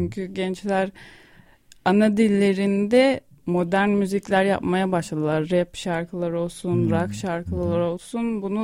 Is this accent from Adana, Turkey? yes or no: no; Istanbul, Turkey; moved away as an adult; now in North Ossetia, Russia; Evet, İstanbul'da doğdum, büyüdüm.